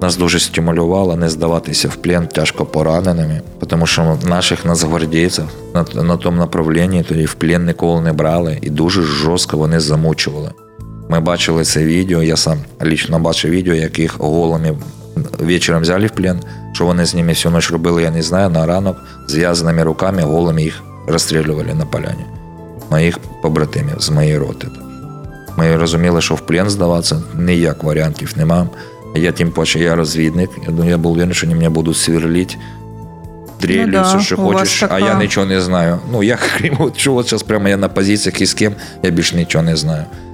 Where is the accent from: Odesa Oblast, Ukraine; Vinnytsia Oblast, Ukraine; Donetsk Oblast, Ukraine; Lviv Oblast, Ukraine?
Odesa Oblast, Ukraine; Odesa; Я одесит.